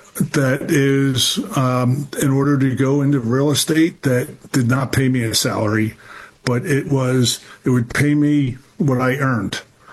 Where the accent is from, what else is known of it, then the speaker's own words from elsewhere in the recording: Philadelphia, Pennsylvania, United States; I'm from Philadelphia, born and raised in Philadelphia, and I have three sisters, and I have two older and one younger.